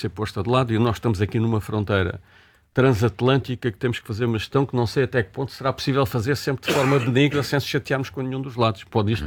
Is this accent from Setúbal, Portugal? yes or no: yes; Alcácer do Sal, Setúbal, Portugal; eu sou alentejano, sou ali da zona da costa de Alcácer do Sal e conheço bem a costa vicentina